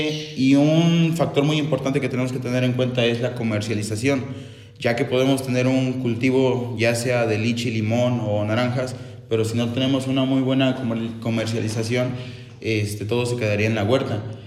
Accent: Hueytamalco, Puebla, Mexico; Yo vengo de la localidad del Progreso, Guaitamalco, Puebla.

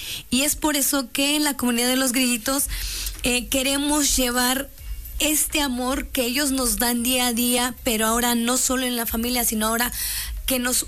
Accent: Oaxaca, Mexico; Yo soy de una comunidad indígena del estado de Oaxaca.

